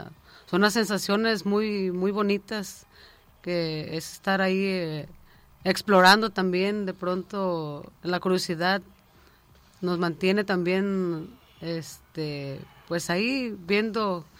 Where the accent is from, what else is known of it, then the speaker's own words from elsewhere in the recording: Naranjal, Mexico; Pues mira … soy de Naranjal.